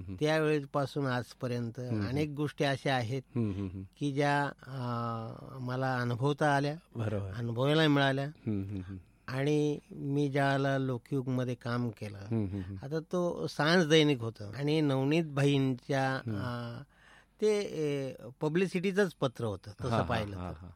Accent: Pune district, Maharashtra, India; moved away as an adult; now in Ahmednagar, India; मी proper Pune जिल्ह्यातला

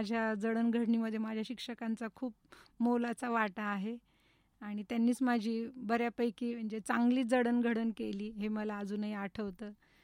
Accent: Gangapur, Maharashtra, India; माझं बालपण जे आहे ते औरंगाबाद जिल्ह्यातलं, आत्ता जे संभाजीनगर आहे त्या संभाजीनगरमधल्या गंगापूरला, गंगापूर तालुक्याचं गाव आहे, तर त्या गंगापूरमध्येच माझं बालपण गेलं. तिथेच माझं 10वीपर्यंतचं शिक्षण झालं.

